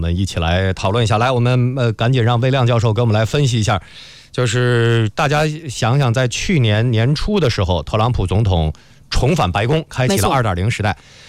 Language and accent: Chinese; China; 我们中国人讲叫什么？忍一时风平浪静嘛，退一步海阔天空嘛